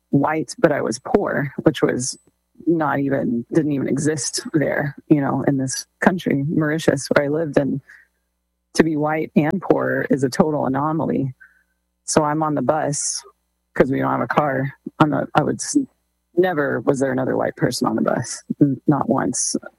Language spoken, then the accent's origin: English; Texas, United States; I'm from Texas, and there's not a lot of black people where I live in Texas before.